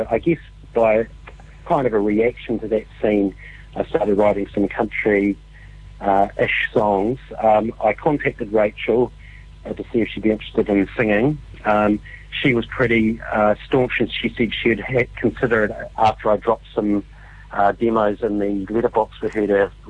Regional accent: Dunedin, Otago, New Zealand; also born or lived in Auckland; So I was living in Auckland at the time. I'm originally from Otapoti, Dunedin, where we are based now, but I was living in Auckland

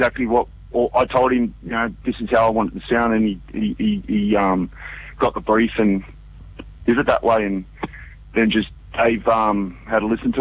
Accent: Sydney, New South Wales, Australia; Carl, Mika and Matt are originally from Auckland and I'm originally from Sydney. But we all sort of moved down here without knowing each other

